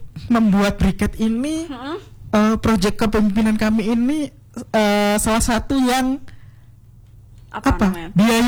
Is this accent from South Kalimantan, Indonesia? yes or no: no; Ngawi, East Java, Indonesia; moved away as an adult; now in Malang, Indonesia; saya sedikit berbeda di Malang dengan saya kan asalnya dari Ngawi